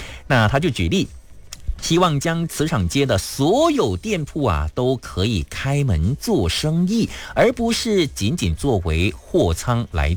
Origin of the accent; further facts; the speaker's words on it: Ipoh, Perak, Malaysia; 像我以前念中学时期，其实我们虽然我来自那时候是在怡保念书，但是我们都非常期待在假期的时候可以跟同学一起来到吉隆坡。